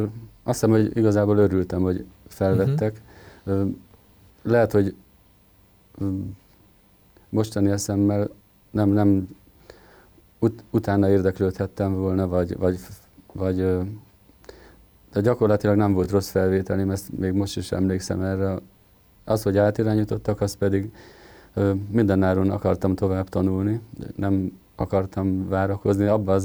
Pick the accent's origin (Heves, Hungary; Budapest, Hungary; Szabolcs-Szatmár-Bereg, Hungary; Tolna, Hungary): Heves, Hungary; Fedémes; also born or lived in Eger; Tehát kezdem ott, hogy Egerben születtem, de ott volt kórház, egy mátrai kisfaluból származom, Fedémes a neve.